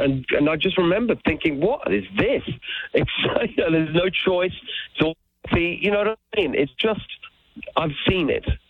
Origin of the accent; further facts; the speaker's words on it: England, United Kingdom; Most of the family still live in Hungary. But as a kid, I was born in England. They were refugees from communism and actually met in England, and I was born there and raised in England in a regular working class home.